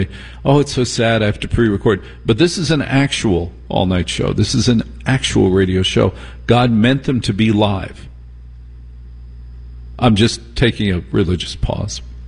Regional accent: New Jersey, United States; I'm from Jersey.

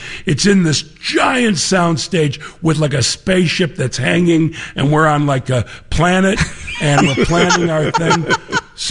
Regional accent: Morton Grove, Illinois, United States; moved away; I grew up in Morton Grove

